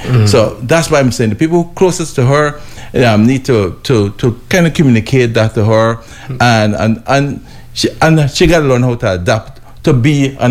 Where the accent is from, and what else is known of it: Guyana